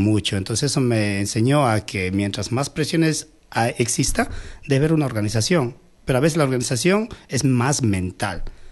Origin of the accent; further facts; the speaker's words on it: Sevilla Don Bosco, Morona Santiago, Ecuador; Soy de Sevilla, Don Bosco. ¿Qué le puedo decir? Ya casi con 40 años de vida.